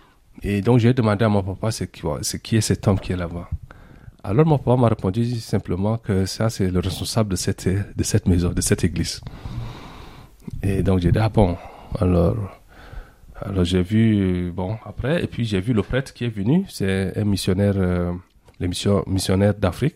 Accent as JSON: {"language": "French", "town": "Moundou", "region": "Logone Occidental", "country": "Chad", "tie": "born or raised there", "said": "Et nous sommes une famille chrétienne dans le sud du Tchad, donc dans la ville de Mundu. Et donc c'est là où moi j'ai grandi."}